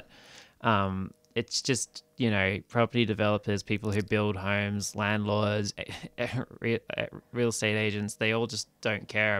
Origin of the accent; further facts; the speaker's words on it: Sydney, New South Wales, Australia; now in Melbourne, Australia; growing up in Sydney, and just living in Sydney was closing doors and keeping things dark.